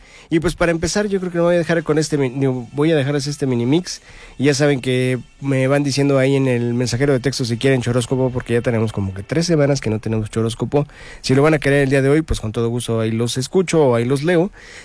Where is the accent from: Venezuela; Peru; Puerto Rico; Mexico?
Mexico; ¿a poco no nos gustaría como mexicanos levantar la copa y decir, somos campeones?